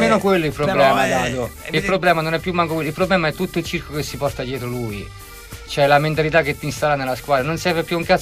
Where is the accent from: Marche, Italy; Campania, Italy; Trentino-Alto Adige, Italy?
Marche, Italy; Acquaviva Picena; una squadra che gioca in seconda categoria Marche, il mio paesino, ok? Acquaia Picena, la squadra di Acquaia Picena c'ha sette scudetti